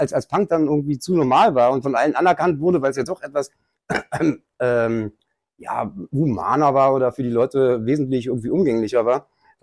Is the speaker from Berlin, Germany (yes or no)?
yes; Berlin, Germany; Nee, geboren in Schöneberg, groß geworden in Kreuzberg.